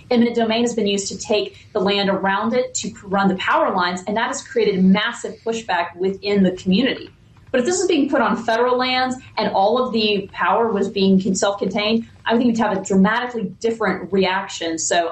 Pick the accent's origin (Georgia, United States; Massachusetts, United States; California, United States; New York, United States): Georgia, United States; Coweta County; So I'm from Georgia. As you're talking about, we were here. My home county of Coweta County recently rezoned 829 acres of rural farmland to accommodate a new data center project that's coming in.